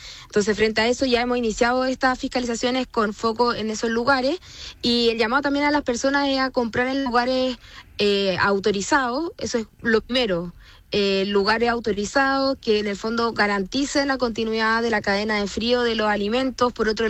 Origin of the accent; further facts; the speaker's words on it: Chile; hay vectores y hay ciertos microorganismos que no estamos acostumbrados como chilenos a enfrentar